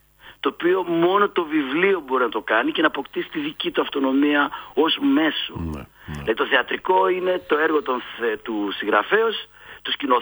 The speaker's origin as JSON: {"language": "Greek", "town": "Thessaloniki", "region": "Central Macedonia", "country": "Greece", "said": "αφού είμαι από Θεσσαλονίκη."}